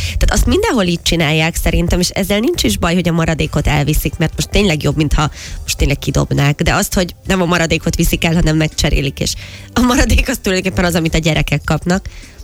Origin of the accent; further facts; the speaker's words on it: Budapest, Hungary; én ugye 18. kerületben nőttem föl